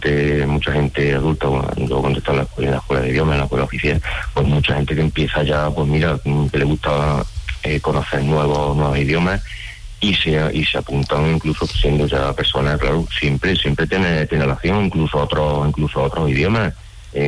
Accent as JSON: {"language": "Spanish", "town": "Hinojosa del Duque", "region": "Andalusia", "country": "Spain", "tie": "born or raised there", "said": "y luego ya por concurso de traslado, pues yo me vine para aquí, para mi tierra, para las Pedroches."}